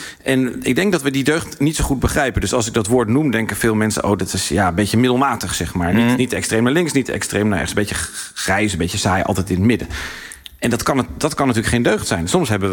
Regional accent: Netherlands; Ik stel voor dat wij collectief als Nederlanders eerst even naar onszelf terug

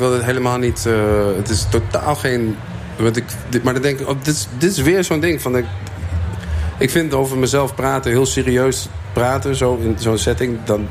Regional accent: Zwolle, Overijssel, Netherlands; Ja, ik kom uit Zwolle, maar ja, daar heb ik niks voor hoeven doen, hè.

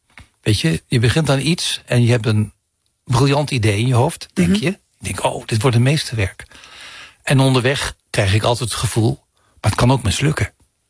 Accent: Limburg, Netherlands; moved away as an adult; also born or lived in Amsterdam / France; mijn verhouding met Limburg, waar ik geboren ben, en waar ik met 18 ben vertrokken met het idee van, ik kom hier echt nooit meer terug. En nu woon ik er.

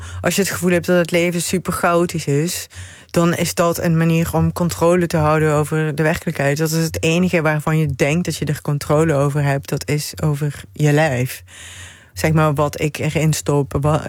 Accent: Limburg, Netherlands; Ik kwam uit Limburg. Ik kwam uit een katholieke meisjesschool met uniform als in de stad.

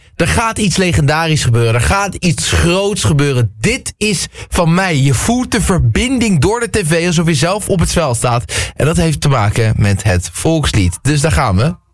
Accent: Netherlands; Kijk, ik ben Nederlander. Hè? Ik ben Nederlander!

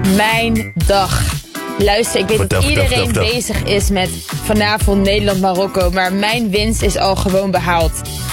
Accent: DR Congo; ik heb het sowieso vaak over Congo, omdat het mijn vaderland is.

